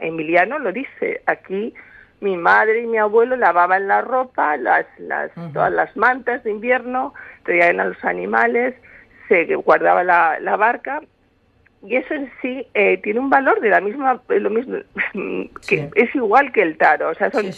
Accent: Charco del Palo, Canary Islands, Spain; Yo soy gente del Charco del Palo que se pasa por allí, pasea por la costa

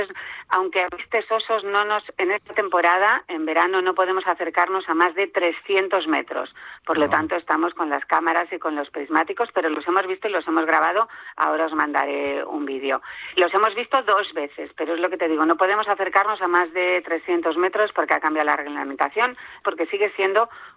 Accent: Spain; Nosotros somos los únicos españoles

